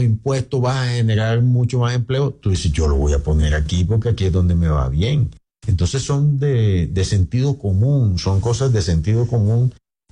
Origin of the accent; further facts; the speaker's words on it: Santa Marta, Magdalena, Colombia; A ver, yo soy samario